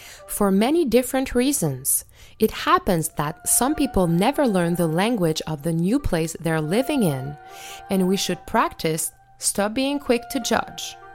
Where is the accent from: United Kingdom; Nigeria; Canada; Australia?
Canada; Quebec; first language French; English is a second language; moved away; Coming from Quebec